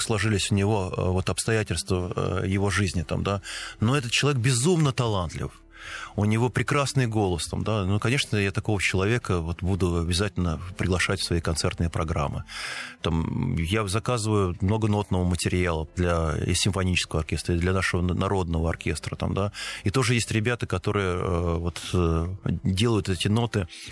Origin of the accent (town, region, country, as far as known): Russia